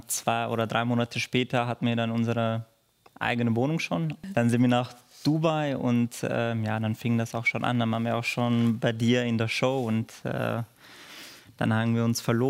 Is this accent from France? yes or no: no; Vienna, Austria; moved away as an adult; now in Dortmund, Germany; Ich komme ja ursprünglich aus Wien.